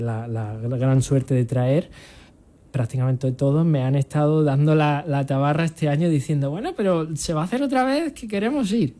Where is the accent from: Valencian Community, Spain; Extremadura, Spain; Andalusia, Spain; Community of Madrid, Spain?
Andalusia, Spain; Almería; Entonces yo quise aprovechar el año pasado, que soy de Almería, mi familia de aquí, que siempre intento venir lo máximo posible